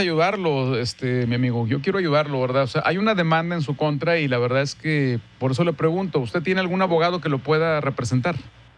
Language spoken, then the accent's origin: Spanish; Mexico; ¿Por qué somos así los mexicanos cuando se nos viene una bronca?